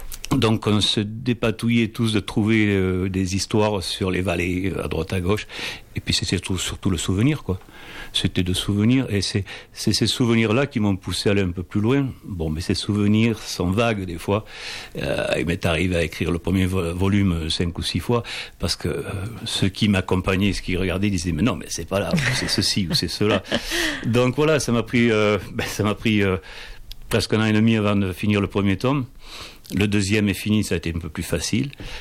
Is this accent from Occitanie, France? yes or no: yes; Lourdes, Occitanie, France; born there; Ah oui, oui, je suis né à Lourdes.